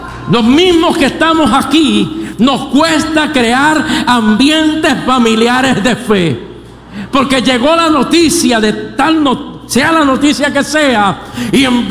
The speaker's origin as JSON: {"language": "Spanish", "country": "Puerto Rico", "tie": "born or raised there", "said": "He nacido en los campos de mi tierra, Puerto Rico."}